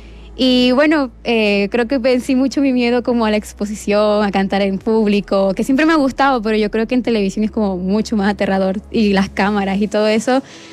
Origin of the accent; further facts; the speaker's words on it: Chile; born there; also born or lived in Venezuela; Yo digo a veces que soy como entre chilena y venezolana porque, o sea, llegué súper chiquita acá y creo que la etapa más importante de mi vida ya las viví aquí, entonces como crecí acá